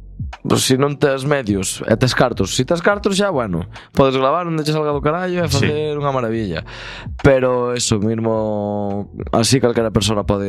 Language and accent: Galician; Xinzo de Limia, Galicia, Spain; A verdad, eu son de Xinzo, pero meus pais son de Perrelos e de Folgoso, que son dous pueblos do concello de Sarreaos, que xusto están separados polo monte.